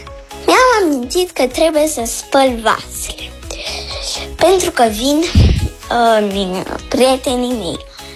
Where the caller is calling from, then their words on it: Switzerland; Am 7 ani, locuiesc în Elveția.